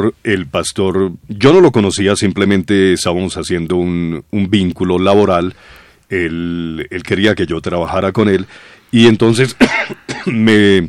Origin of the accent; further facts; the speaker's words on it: Colombia; now in Bogotá, Colombia; así hablamos los colombianos, sobre todo aquí en Bogotá